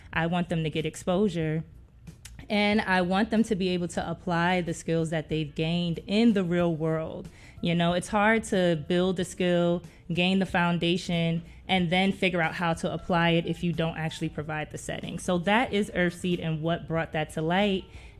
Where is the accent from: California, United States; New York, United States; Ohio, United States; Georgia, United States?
New York, United States; New York City; now in Memphis, United States; So y'all, I'm from New York. I'm from Queens. You know, that's the most diverse city in the world.